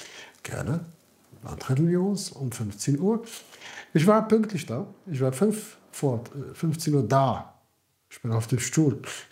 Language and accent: German; Morocco; now in Fulda, Germany; Ich bin dort geboren, ich bin dort aufgewachsen. Also Marokko ist wirklich sehr, sehr, sehr schön.